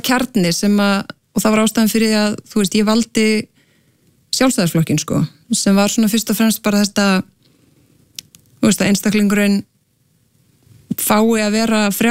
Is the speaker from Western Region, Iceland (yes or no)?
yes; Akranes, Western Region, Iceland; eru tveir grunnskólar á Akranesi ólst upp á Vestugötu og flutti svo bara þegar ég var 12 ára